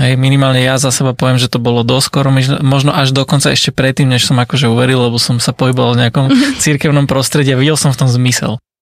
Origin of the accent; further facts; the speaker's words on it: Pezinok, Bratislava Region, Slovakia; Tak sme z Pezinka, tam bývame už spolu nejaký ten 5. rok